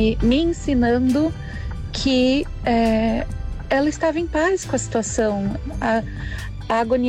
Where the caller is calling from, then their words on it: Osasco, São Paulo, Brazil; Eu sou de Osasco.